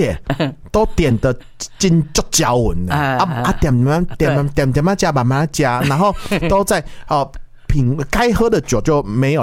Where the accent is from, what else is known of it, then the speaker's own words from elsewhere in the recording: Taiwan; 我台湾人就发挥我们扫货的那个